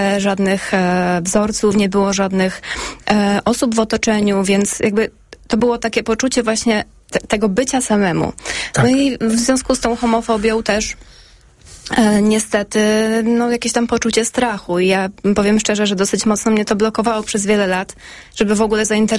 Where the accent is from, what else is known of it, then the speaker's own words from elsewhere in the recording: Lesser Poland, Poland; Dla kontekstu mogę dodać, że ja pochodzę z bardzo małego miasteczka na południu Polski. No niestety dość homofobicznego i temat...